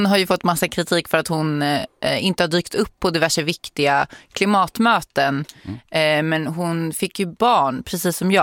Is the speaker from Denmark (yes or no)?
no; Sweden; Du vet, jag är så klassisk svensk. Jag vet, du älskar ju Bosnien och Kroatien och sådär. Och jag älskar Sverige.